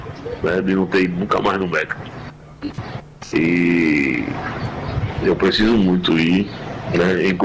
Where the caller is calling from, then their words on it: Santa Cruz do Capibaribe, Pernambuco, Brazil; eu sou aqui de Santa Cruz do Caparibe.